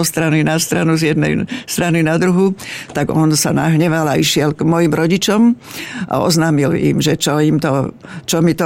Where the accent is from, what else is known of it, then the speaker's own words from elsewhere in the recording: Blatnica, Žilina Region, Slovakia; Ja pochádzam z Blatnice, že neviem, či som to už spomenula.